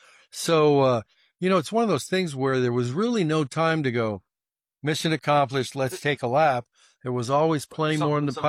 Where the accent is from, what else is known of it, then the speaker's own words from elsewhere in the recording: Carson, United States; Well, I grew up in Carson, and it was a town of between 5 and 10,000 people.